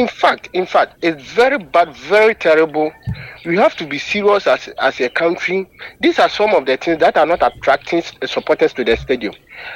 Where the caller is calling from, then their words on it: Ghana; calling from Bukrum Estate.